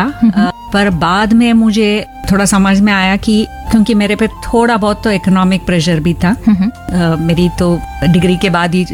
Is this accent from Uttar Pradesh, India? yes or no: no; Bangalore, Karnataka, India; मैं बैंगलोर से आई हूँ